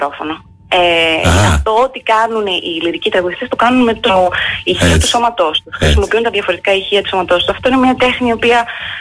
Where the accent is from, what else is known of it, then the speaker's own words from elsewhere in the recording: Heraklion, Crete, Greece; moved away as an adult; now in London, United Kingdom; εγώ μεγάλωσα στο Ηράκλειο και έφυγα στις 18 μου από εδώ.